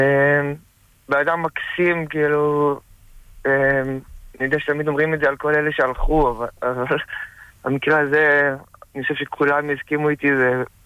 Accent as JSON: {"language": "Hebrew", "town": "Nir Oz", "region": "Southern District", "country": "Israel", "tie": "born or raised there", "said": "אבל, אז אני בן קיבוץ ניר עוז, ואבא שלי הלך באותו יום"}